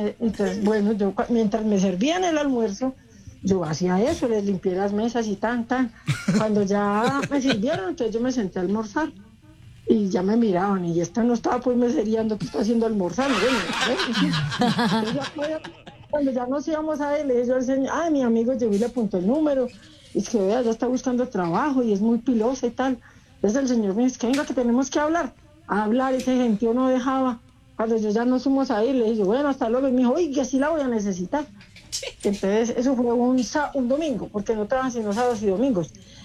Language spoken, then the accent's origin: Spanish; Manizales, Caldas, Colombia; Yo soy de Manizales, Caldas, la ciudad